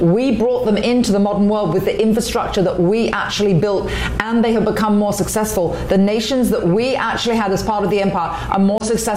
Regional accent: England, United Kingdom; moved away; Even back when I was a girl growing up in England

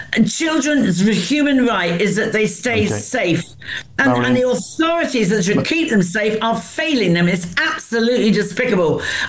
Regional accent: Southampton, South East England, United Kingdom; I come from Southampton

